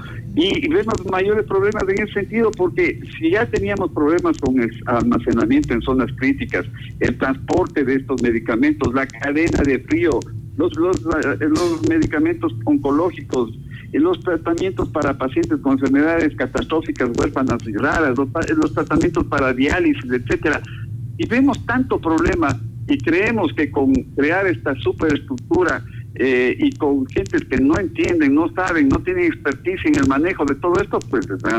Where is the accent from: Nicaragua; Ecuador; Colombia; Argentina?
Ecuador; a mi pueblo, al pueblo ecuatoriano